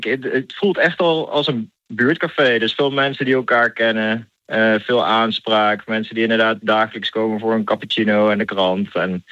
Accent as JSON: {"language": "Dutch", "town": "Horssen", "region": "Gelderland", "country": "Netherlands", "tie": "born there", "moved": "as an adult", "lives_now": "Nijmegen, Netherlands", "said": "ik ben geboren in Horssen. Klein dorpje in Maaswaal"}